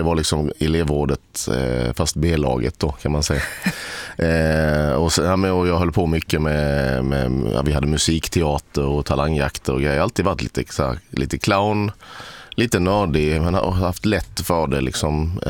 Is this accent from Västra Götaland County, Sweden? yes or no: no; Sölvesborg, Blekinge, Sweden; Jag hittade ett telefonnummer till Sverigedemokraterna i gula sidorna på stadsbiblioteket hemma i Sölvesborg